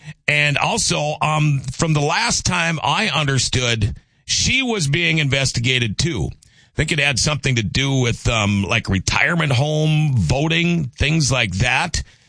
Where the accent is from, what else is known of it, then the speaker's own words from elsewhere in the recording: Thief River Falls, Minnesota, United States; I'm from Thief River Falls. That's what I consider home. I call that my hometown.